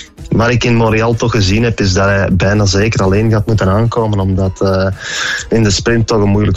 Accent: Belgium; Ja, we hebben als Belgen ook twee kaarten om mee te spelen.

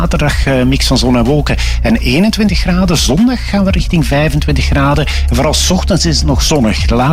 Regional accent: Flanders, Belgium; Nee, ik ben een typische Vlaming.

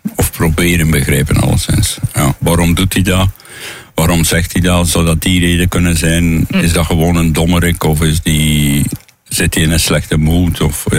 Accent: Hamme, Flanders, Belgium; born there; in Hamme, in mijn geboortedorp.

